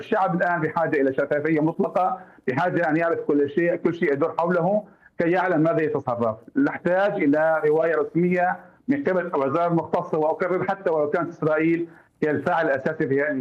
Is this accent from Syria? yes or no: yes; Syria; now in Idlib, Syria; نحن كشعب سوري